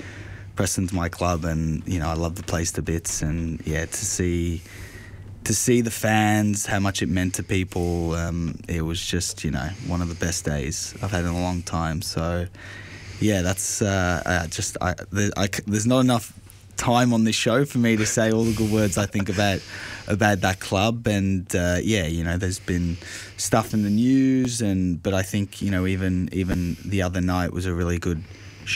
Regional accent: South Africa; also born or lived in Vienna, Austria; I'm South African. No, I was actually born in Vienna. Most people don't know. But mum and dad English, so yeah, and now I'm an adopted Macedonian, I think.

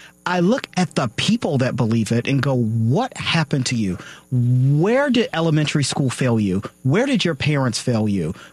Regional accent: Arkansas, United States; I'm from Arkansas

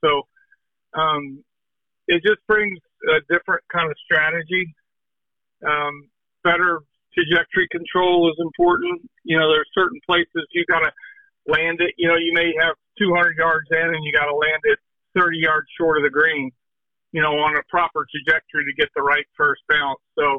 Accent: Dallas, Texas, United States; now in Oklahoma, United States; growing up in Dallas and then living in Oklahoma most of my life

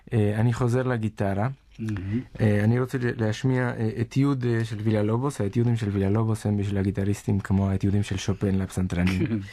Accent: Uruguay; now in Israel; מאורוגוואי, ארץ מולדתי.

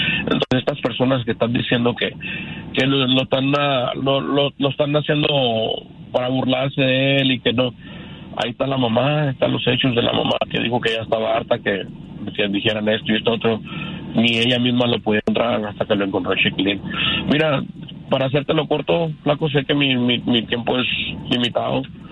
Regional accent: Canada; Yo nací en Canadá, hijo de padre chihuahuense y padre egipcio.

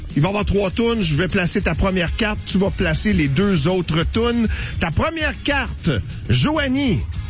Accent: Lac-Saint-Jean, Quebec, Canada; Moi, je suis un bleuet d'Olbo, là.

